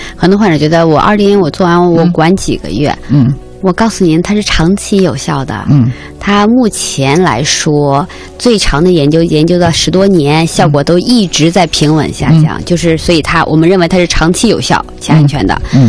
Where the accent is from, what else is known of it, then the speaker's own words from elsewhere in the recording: Northeast China, China; 我们东北人